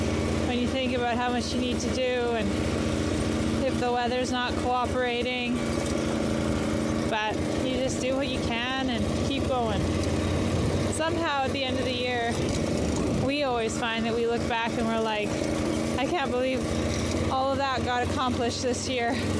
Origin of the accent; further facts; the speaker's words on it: Vancouver, British Columbia, Canada; moved away; Growing up in Vancouver, British Columbia